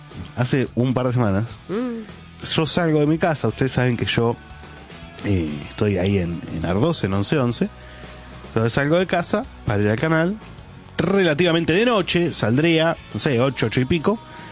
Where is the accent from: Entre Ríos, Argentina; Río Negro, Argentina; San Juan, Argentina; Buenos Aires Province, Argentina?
Buenos Aires Province, Argentina; La Matanza; now in Buenos Aires, Argentina; yo me fui de La Matanza, la meca del delito, me vine a vivir acá, Recoleta, Barrio Norte, y resulta que son todos chorros, viejo.